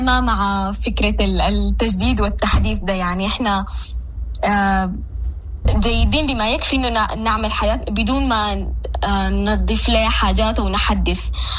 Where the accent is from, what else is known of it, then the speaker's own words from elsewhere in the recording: Sudan; طيب أنا الفكرة الأساسية بالنسبة لي إنه إحنا كسودانيين إحنا ما معروفين للعالم